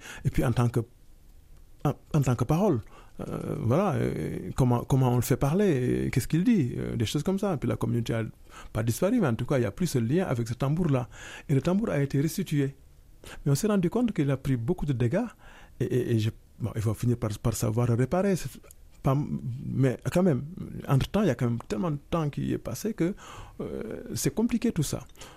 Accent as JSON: {"language": "French", "country": "Senegal"}